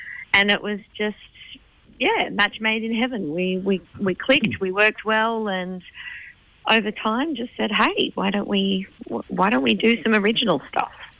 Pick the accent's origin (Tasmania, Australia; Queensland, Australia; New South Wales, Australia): New South Wales, Australia; Orange; Okay, well, I grew up in Orange, but actually just outside of Orange there's a locality full of orchards, now wineries, but used to be orchards, called Nashdale, and that is where the name comes from.